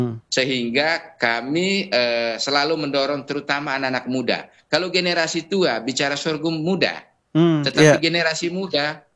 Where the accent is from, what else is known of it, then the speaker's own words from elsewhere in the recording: East Nusa Tenggara, Indonesia; di situasi kita orang NTT yang cuaca sangat ekstrim dengan kekeringan.